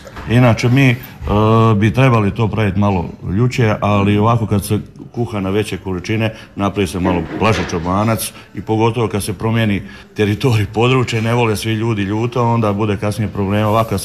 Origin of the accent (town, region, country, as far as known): Slavonia, Croatia